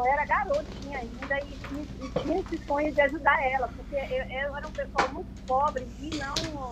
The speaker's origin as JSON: {"language": "Portuguese", "country": "Brazil", "tie": "born there", "moved": "yes", "lives_now": "Anápolis, Brazil", "said": "Nasci em Gabiá. Fui pegada por parteira."}